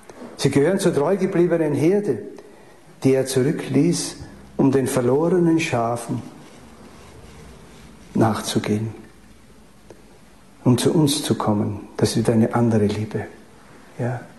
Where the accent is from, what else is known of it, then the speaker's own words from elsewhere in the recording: Styria, Austria; also als Steirer, wissen Sie, das ist ja unglaublich